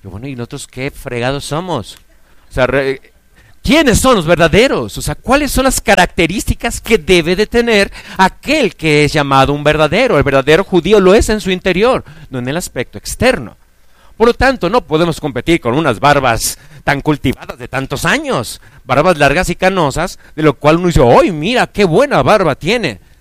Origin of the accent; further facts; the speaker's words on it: Mexico; nosotros, que somos verdaderos mexicanos. Y aunque somos verdaderos mexicanos